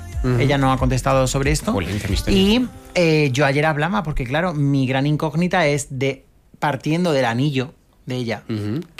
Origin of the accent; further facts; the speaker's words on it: Pamplona, Navarre, Spain; si yo soy de Pamplona, ¿cómo me voy a poner yo una mecha californiana?